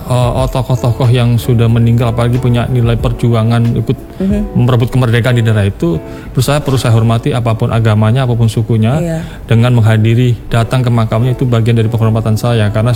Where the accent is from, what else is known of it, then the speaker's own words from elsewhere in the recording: Java, Indonesia; saya orang Jawa